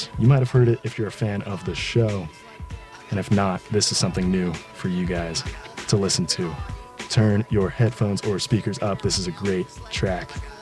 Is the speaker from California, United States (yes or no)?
yes; Los Angeles, California, United States; out of Los Angeles, my hometown, my home area. It's not really a town. It's not even really a city. It's an area.